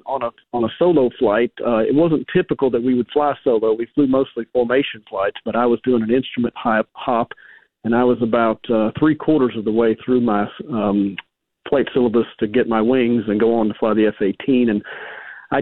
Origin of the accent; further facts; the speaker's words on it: Morrow County, Ohio, United States; I grew up in Morrow County, where my dad's practice was.